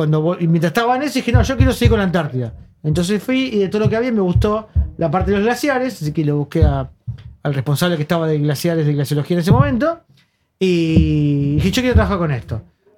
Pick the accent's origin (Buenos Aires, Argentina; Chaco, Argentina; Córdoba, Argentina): Buenos Aires, Argentina